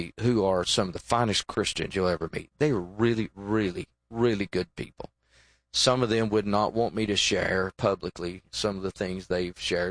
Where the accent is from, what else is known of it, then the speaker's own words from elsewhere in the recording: Tennessee, United States; there was a Democrat congressional member from Tennessee, my home state